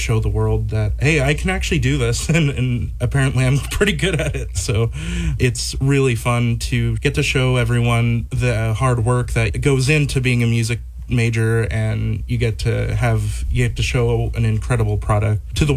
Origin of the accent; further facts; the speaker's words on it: Alaska, United States; I'm not from here, around here. I'm actually from Alaska. So I come from a smaller town, and it used to be more of a very music community.